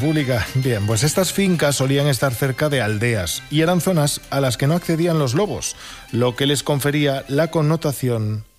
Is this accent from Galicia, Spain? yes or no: yes; Galicia, Spain; somos gallegos, que conste.